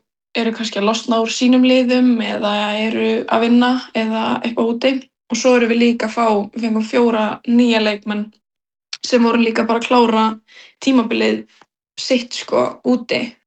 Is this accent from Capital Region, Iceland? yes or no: no; Vopnafjörður, Eastern Region, Iceland; Já, við erum svo að frá Vopnafirði og þá er mjög líklegt að við séum að vinna í Brim